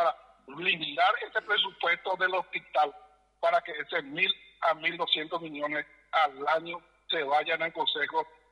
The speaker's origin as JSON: {"language": "Spanish", "town": "Itauguá", "region": "Central", "country": "Paraguay", "said": "Y prácticamente somos de Itagua."}